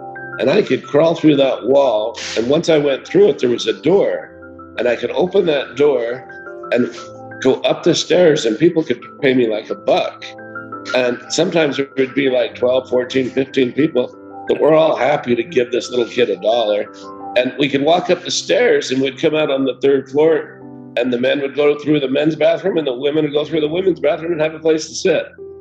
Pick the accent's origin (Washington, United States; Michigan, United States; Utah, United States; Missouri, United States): Utah, United States; Salt Lake City; born or raised there